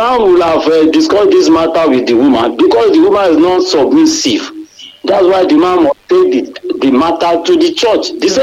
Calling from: Oluwo, Nigeria; I'm calling from Oluwo.

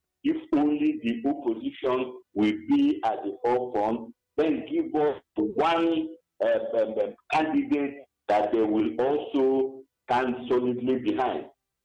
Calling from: Enugu State, Nigeria; I'm calling from Abopani, Kenugu.

